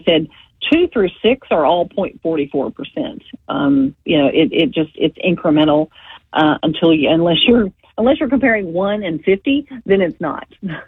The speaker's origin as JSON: {"language": "English", "region": "Mississippi", "country": "United States", "tie": "born or raised there", "said": "The first five on the list are my home state of Mississippi is number one at 0.48%."}